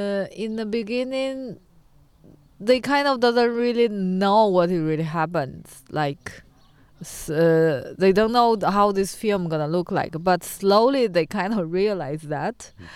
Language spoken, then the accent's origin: English; China; because I come from China and I see so empty street.